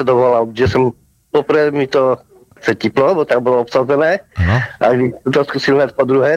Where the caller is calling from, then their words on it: Frýdek-Místek, Moravian-Silesian Region, Czechia; No, já jsem z Místku.